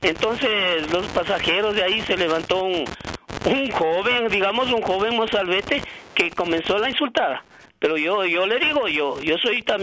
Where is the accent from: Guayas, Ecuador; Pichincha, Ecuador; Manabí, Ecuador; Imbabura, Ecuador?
Pichincha, Ecuador; Quito; yo muy amablemente, educadamente, como somos los quiteños, yo le pedí el cambio.